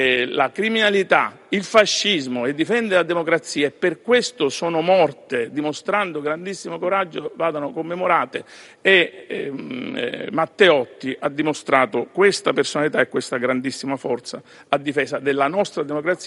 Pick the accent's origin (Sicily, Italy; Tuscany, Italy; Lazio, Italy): Sicily, Italy